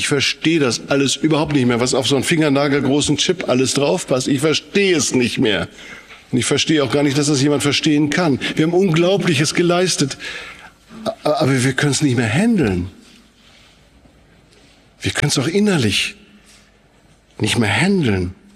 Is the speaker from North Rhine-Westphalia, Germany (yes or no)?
yes; North Rhine-Westphalia, Germany; Bei uns im Sauerland, wo wir drei herkommen, da hat man früher manchmal gesagt und vielleicht heute auch noch manchmal, wenn das unsere Oma noch wüsste.